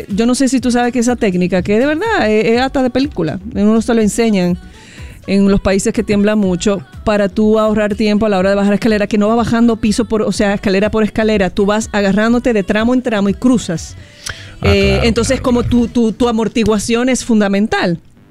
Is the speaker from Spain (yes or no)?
no; Dominican Republic; Nosotros, como República Dominicana, somos un país que estamos en un punto drástico en temas geológicos